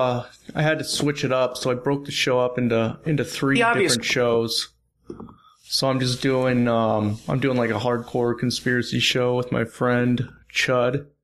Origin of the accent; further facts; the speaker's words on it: Portland, Oregon, United States; I grew up in Portland, Oregon. They had this thing here called OMSI, the Oregon Museum of Science and Industry.